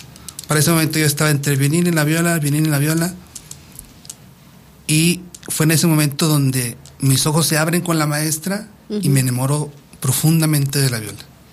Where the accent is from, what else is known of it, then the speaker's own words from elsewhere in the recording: Durango, Mexico; moved away as an adult; also born or lived in Sion, Switzerland / Puebla, Mexico; ya es en el año del 2009, cuando yo regreso a Durango. Por cuestiones médicas, ya no me es posible regresar a la ciudad de Puebla después de haber hecho el debut con la orquesta de los niños. Y ya me quedé aquí.